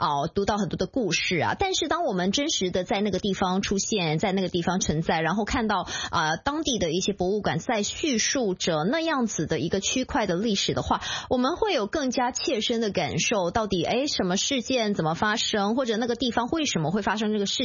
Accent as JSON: {"language": "Chinese", "country": "China"}